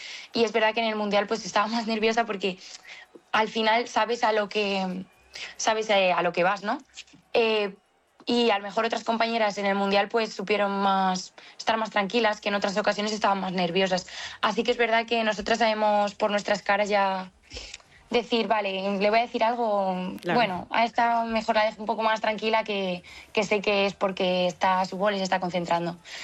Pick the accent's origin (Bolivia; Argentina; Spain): Spain; Y aparte somos las primeras españolas de la delegación en conseguirlo